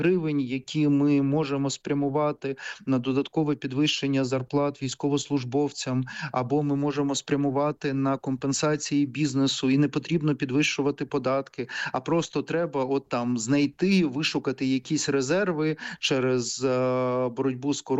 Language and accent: Ukrainian; Kyiv, Ukraine; я як киянин